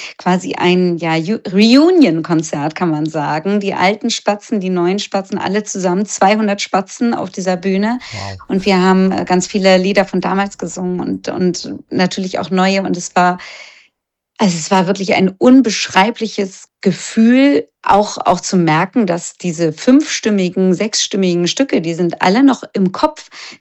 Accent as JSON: {"language": "German", "region": "Hamburg", "country": "Germany"}